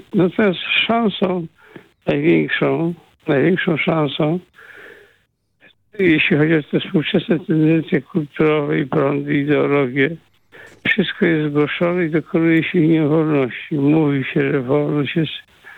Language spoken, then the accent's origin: Polish; Słupsk, Pomeranian Voivodeship, Poland; bo trochę będę się ocierał o moją małą ojczyznę, o Słupską, o dzielnicę.